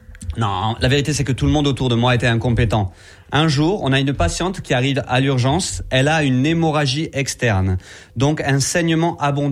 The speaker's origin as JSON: {"language": "French", "region": "Southern France", "country": "France", "said": "je viens du sud de la France, et j'ai fait mes études dans le sud de la France"}